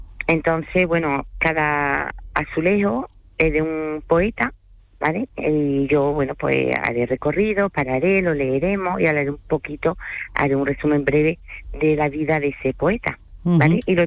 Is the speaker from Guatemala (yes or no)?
no; France; Spanish is a second language; oui, je parle en français. Y yo soy bilingüe. Entonces, hago visita en francés y en español, ¿vale? Porque soy francés, aunque no se me note, todo el mundo me lo dice.